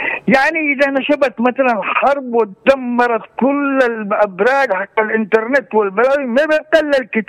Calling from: Yemen; هذا بالنسبة عندنا في اليمن.

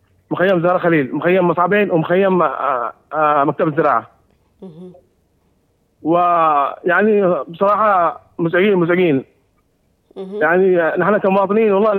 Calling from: Aden, Yemen; ينزح عندنا في عدن

